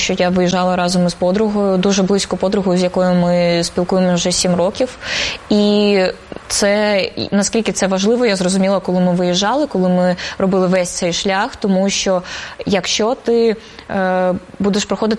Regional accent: Russia; я росіянка і дуже добра росіянка, я дуже люблю українців

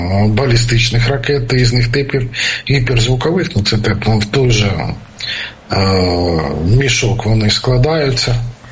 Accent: Kyiv, Ukraine; вже ми кияни

